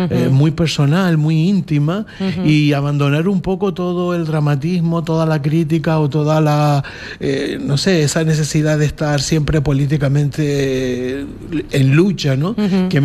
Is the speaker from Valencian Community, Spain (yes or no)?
no; Arrecife, Canary Islands, Spain; Y yo, que he nacido aquí, que he vivido siempre en Arrecife, que me he criado, que salvo la época en la que estuve fuera estudiando y demás